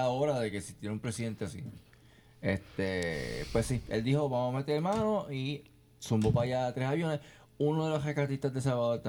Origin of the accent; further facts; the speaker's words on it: Puerto Rico; Me gusta mi país